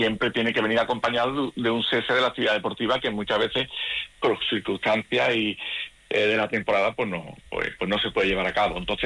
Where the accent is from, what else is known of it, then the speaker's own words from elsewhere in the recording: Paradas, Andalusia, Spain; aunque yo no soy de Aral, soy de Paradas, pero bueno, tengo mi centro médico allí en el Aral, vale.